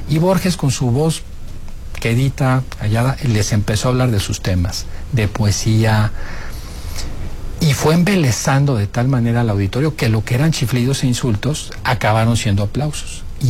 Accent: Mexico; Yo soy mexicano estoy orgullosa de ser mexicano

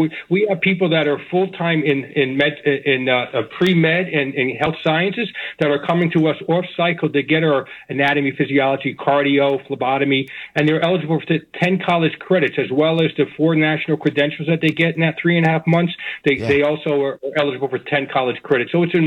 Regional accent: Kinnelon, New Jersey, United States; North Jersey, Kinnelon, yes.

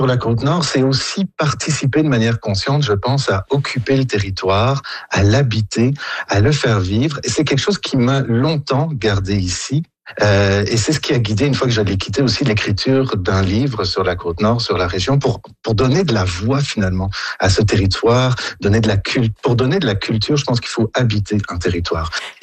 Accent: Belgium; moved away as an adult; now in Montréal, Canada; Puis moi, j'ai quitté la Belgique pour Natashquan. À l'époque, j'avais 23 ans. Je terminais mes études à Bruxelles et je savais, mon idée était faite.

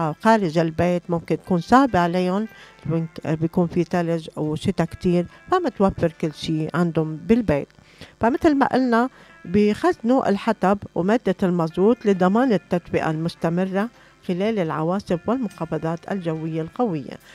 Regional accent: Lebanon; moved away; عنا بضيعتنا لما كنا بلبنان

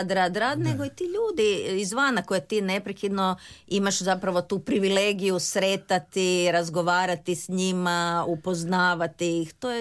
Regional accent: Zagreb, City of Zagreb, Croatia; Da, ja sam rođena u Zagrebu, tu sam završila gimnaziju, filozofski fakultet, komparativnu književnost i filozofiju

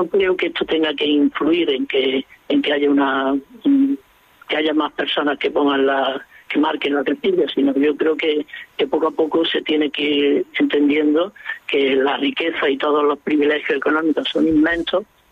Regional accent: Córdoba, Andalusia, Spain; Yo que soy de Córdoba.

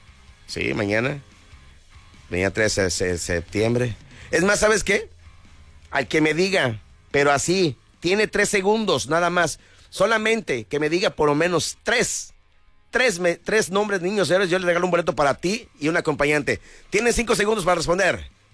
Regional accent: Acapulco, Guerrero, Mexico; Somos mexicanos, efectivamente, somos acapulqueños, somos guerrerenses

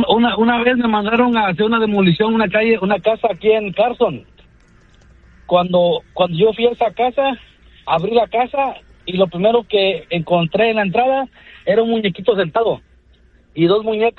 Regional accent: Morelos, Mexico; Que me escucho medio italiano, pero soy mexicano.

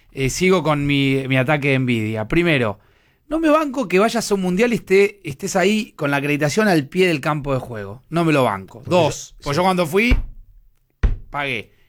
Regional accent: Argentina; mira, yo soy argentino

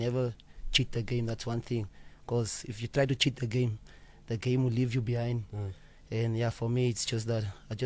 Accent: Swakopmund, Erongo, Namibia; moved away as an adult; now in South Africa; growing up in Namibia, in my hometown, Swakopmund

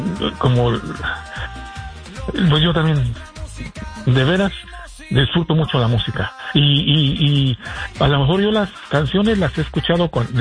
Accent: Guanajuato, Mexico; Soy del estado de Guanajuato.

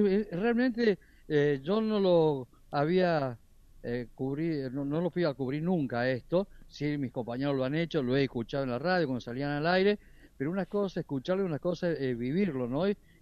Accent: Santa Rosa de Calamuchita, Córdoba, Argentina; moved away; cuando yo vivía en Santa Rosa de Calamuchita, en mi pueblo.

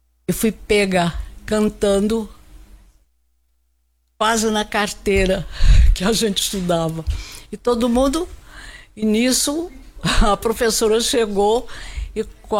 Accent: Campos, Rio de Janeiro, Brazil; Sou carioca de Campos, estado do Rio.

